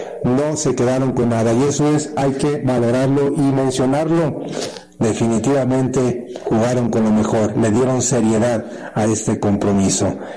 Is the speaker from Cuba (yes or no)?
no; Mexico; y una vez más nos da gusto, la verdad, como mexicanos, que la Liga MX haya impuesto.